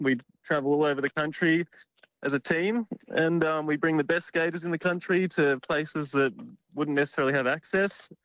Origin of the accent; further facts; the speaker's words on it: Sisters Beach, Tasmania, Australia; I grew up in Sisters Beach in Northwest Tasmania, and a couple of years ago we built the only of its kind.